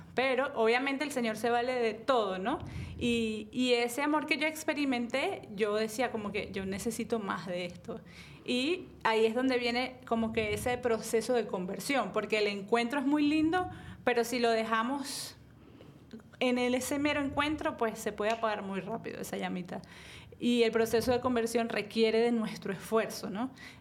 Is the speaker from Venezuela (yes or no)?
yes; Venezuela; now in Miami, United States; yo tengo 11 años viviendo acá en Miami, soy venezolana